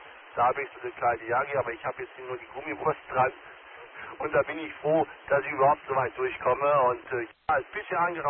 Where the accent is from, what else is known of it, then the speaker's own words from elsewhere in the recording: North Rhine-Westphalia, Germany; weil ich komme aus der Nähe von Paderborn.